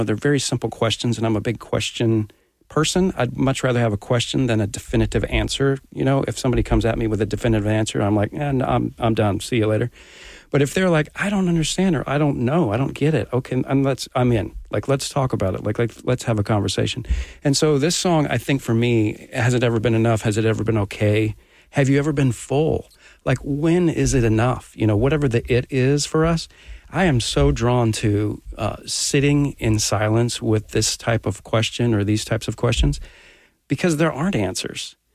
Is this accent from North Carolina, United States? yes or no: no; Minnesota, United States; We had rooms next to each other growing up in Minnesota.